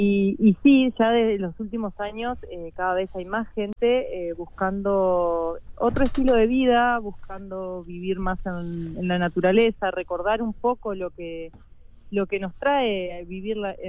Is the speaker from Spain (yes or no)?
no; La Paloma, Rocha, Uruguay; now in Sierras de Rocha, Uruguay; Yo en realidad nunca viví en la ciudad, me crié en La Paloma